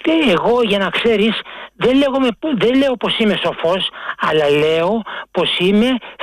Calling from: Glyfada, Attica, Greece; από τη Γλυφάδα.

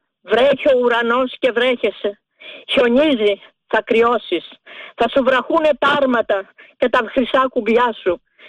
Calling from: Western Greece, Greece

